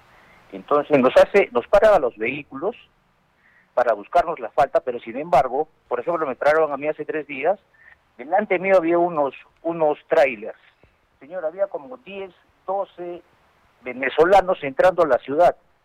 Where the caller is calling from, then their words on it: La Joya, Arequipa, Peru; yo soy de La Joya